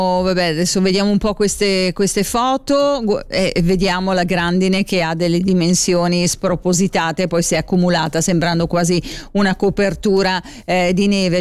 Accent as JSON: {"language": "Italian", "town": "Genestrerio", "region": "Ticino", "country": "Switzerland", "said": "Io sono di Genestrerio, quindi che Genestrerio la grandine è caduta visibilmente e in quantità."}